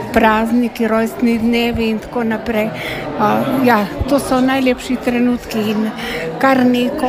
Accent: Koritnica, Gorizia, Slovenia; Prihajam iz Baške Grape, iz Koritnice. Tam me je, ko bi rekla, že ne vem koliko sem imela, 8-9 let sem pela drugi glas

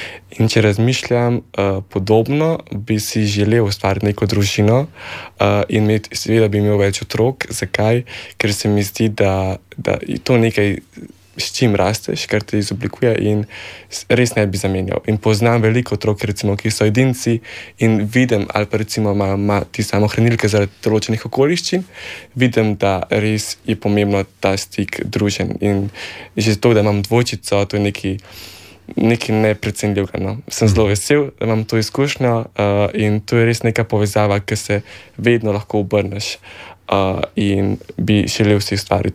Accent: Kranj, Upper Carniola, Slovenia; ker sem iz Kranja, sem še vsem tišel v Ljubljano

